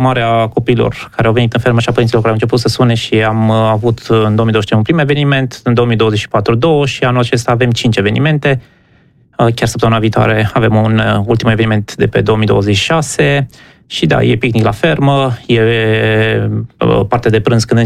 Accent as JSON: {"language": "Romanian", "region": "Transylvania", "country": "Romania", "said": "eu sunt mândru, sunt din Transilvania și ne mândrim tot mereu cu biodiversitatea"}